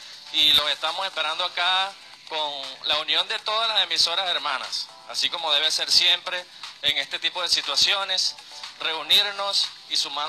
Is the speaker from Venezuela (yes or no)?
yes; Venezuela; Así es Venezuela, así somos nosotros los venezolanos.